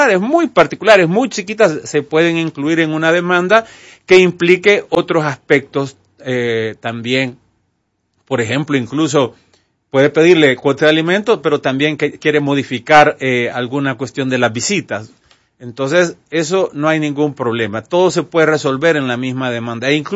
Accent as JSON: {"language": "Spanish", "country": "Honduras", "said": "Tenemos mala experiencia como Estado hondureño"}